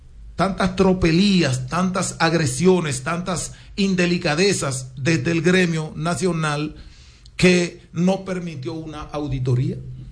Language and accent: Spanish; Licey al Medio, Santiago, Dominican Republic; Si la policía, por ejemplo, le lleva un tollo, como dicen allá en Licey, vengo de Licey, y mi mamá